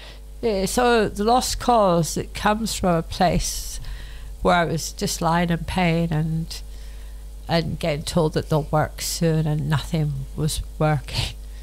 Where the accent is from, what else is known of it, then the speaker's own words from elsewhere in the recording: Scotland, United Kingdom; I'm Scottish